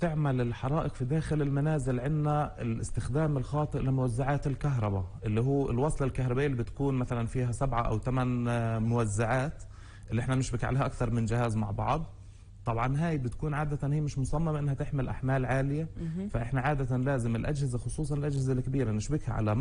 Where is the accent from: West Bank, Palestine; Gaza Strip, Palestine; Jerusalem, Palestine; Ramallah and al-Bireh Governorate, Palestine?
West Bank, Palestine; عندنا في الضفة